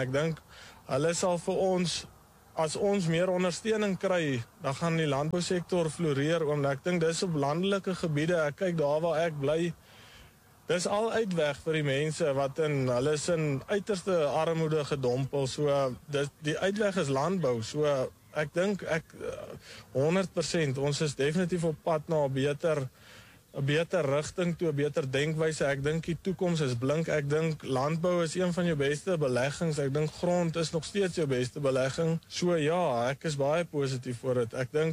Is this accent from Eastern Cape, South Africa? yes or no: yes; Eastern Cape, South Africa; ons kom oorspronkelijk uit die Ooskaap uit, so nabij van Starens rivier het my pa was een seibokkar makelaar, en daar het hy gemelk ook, so ek het op een melkplaas groot geraak.